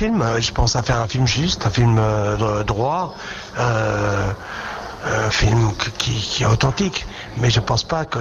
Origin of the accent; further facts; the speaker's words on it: France; évidemment, je suis français, j'habite en France, et la France c'est mon pays.